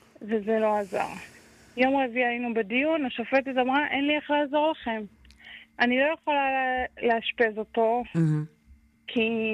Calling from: Central Israel, Israel; אז ככה, אנחנו מהמרכז.

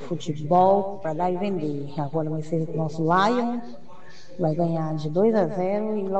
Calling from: Fortaleza, Ceará, Brazil

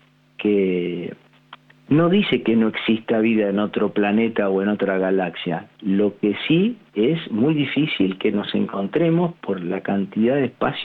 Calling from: Buenos Aires, Argentina; de Belgrano

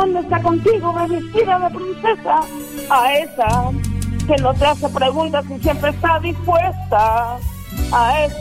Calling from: Mexico City, Mexico; estamos hablando desde la Álvaro Obregón.

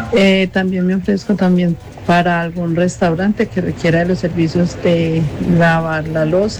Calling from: Armenia, Quindío, Colombia; Soy de aquí, de Armenia

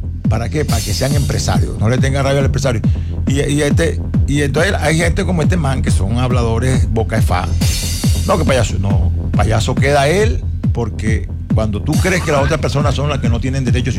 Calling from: Colombia; soy colombiano

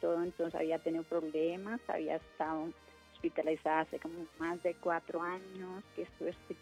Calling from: Bogotá, Colombia; De aquí, Bogotá, hermano

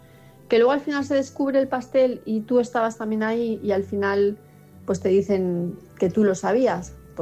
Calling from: Palma de Mallorca, Balearic Islands, Spain; de Palma de Mallorca

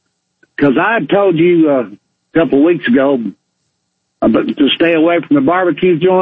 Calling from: Dawsonville, Georgia, United States; from Dawsonville.

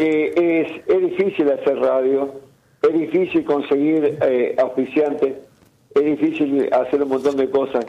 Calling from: Argentina; Todos somos argentinos

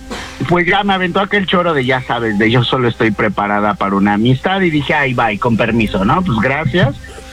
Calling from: Apatlaco, Mexico City, Mexico; Apatlaco, capital del mundo, Diablito, ya sabes.

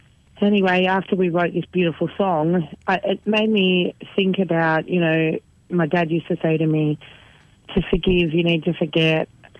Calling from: Newcastle, New South Wales, Australia; From Newcastle.

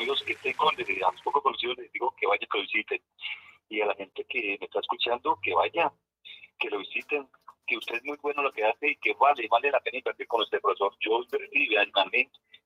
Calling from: Soacha, Cundinamarca, Colombia; le estoy llamando desde Soacha

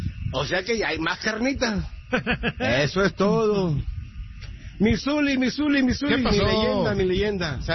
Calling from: Las Vegas, Nevada, United States; de Las Vegas.

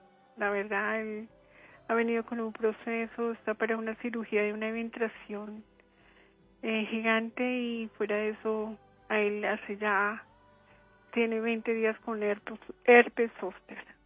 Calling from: Soacha, Cundinamarca, Colombia; Aquí en Soacha

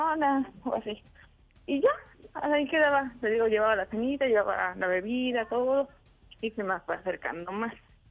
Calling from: Mexico City, Mexico; Soy de la Ciudad de México y tengo 28 años.

